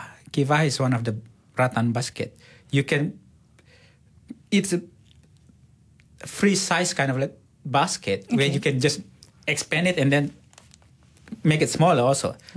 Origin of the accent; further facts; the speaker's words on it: Long Lamai, Sarawak, Malaysia; I'm from Long Lamai. Long Lamai is one of the earliest settled Penan and we are the furthest in the middle of basically the heart of Borneo.